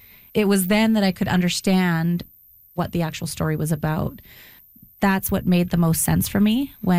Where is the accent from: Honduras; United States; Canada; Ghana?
Canada; Dauphin, Manitoba; I grew up in Dauphin.